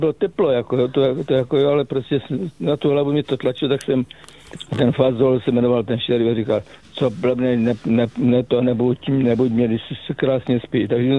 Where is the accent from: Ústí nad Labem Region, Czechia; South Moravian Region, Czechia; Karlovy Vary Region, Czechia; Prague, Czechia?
South Moravian Region, Czechia; a já jsem tam z Jižní Moravy, takže na víkendy jsme nepravidelně jezdili domů